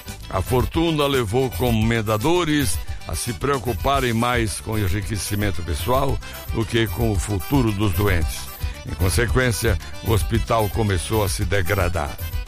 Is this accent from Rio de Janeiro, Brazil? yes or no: no; Catingueira, Paraíba, Brazil; born there; Eu nasci nas Catingueiras, hein, gente? Estou aqui contando tudo do Nordeste, do Brasil e do mundo